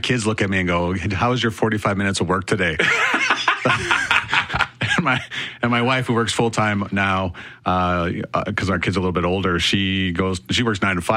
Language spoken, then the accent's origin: English; Cochrane, Alberta, Canada; also born or lived in Calgary; Born in Calgary, Alberta. I was raised in Cochrane, Alberta. My parents moved out there when I was 1980 to 9 years old. So then I grew up there.